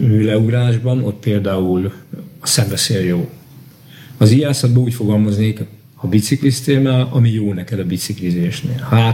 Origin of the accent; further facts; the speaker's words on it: Hajdú-Bihar, Hungary; born there; régen én Nagyunáláson születtem, ez Bocskai harci város volt egykor